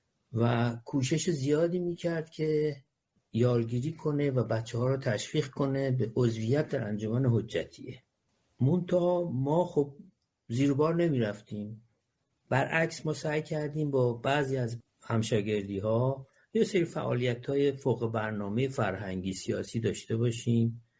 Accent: Tehran, Tehran Province, Iran; من متولد 4 آبان 1333 در جنوب تهران توی خیابان امیریه محله قلعه وزیر در یک خونه نسبتاً محقری به دنیا اومدم. زندگیمون ابتدا مثل همه بچه ها، البته محله ما یه محله نسبتاً سنتی مخلوطی بود، از همه جور آدمی تو اون محل بود

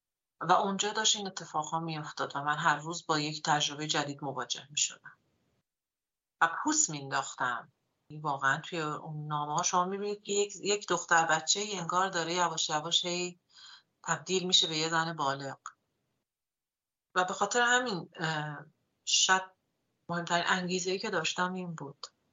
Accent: Iran; now in Sweden

